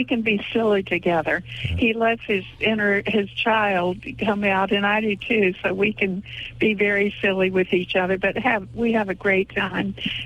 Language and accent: English; Richmond, Virginia, United States; born or raised there; now in North Carolina, United States